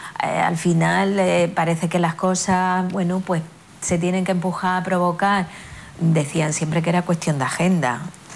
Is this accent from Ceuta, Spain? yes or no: yes; Ceuta, Spain; somos ceutíes, somos caballas y somos españoles